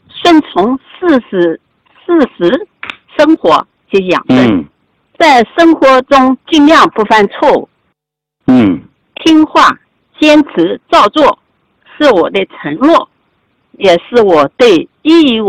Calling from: Lianyungang, Jiangsu, China; 老师，我是来自江苏连云港。

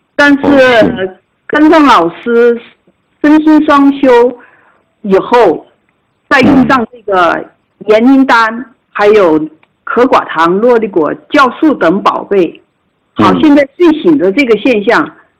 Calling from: Sichuan, China; 我是来自四川的您的老学员。

